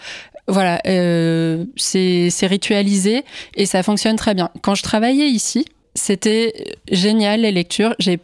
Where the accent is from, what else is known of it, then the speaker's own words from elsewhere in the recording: Grand Est, France; J'ai grandi en Alsace